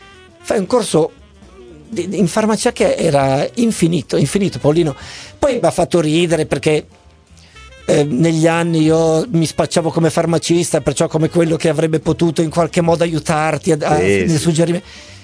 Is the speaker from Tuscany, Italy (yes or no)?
no; Genoa, Liguria, Italy; Io volevo fare psicologia, ma era a Padova, io sono di Genova.